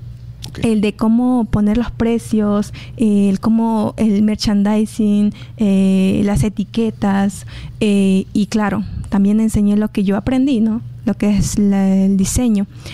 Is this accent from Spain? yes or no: no; Peru; moved away as an adult